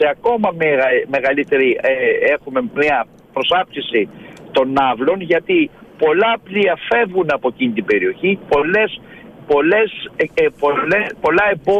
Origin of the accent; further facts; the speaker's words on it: Greece; εμείς ως Έλληνες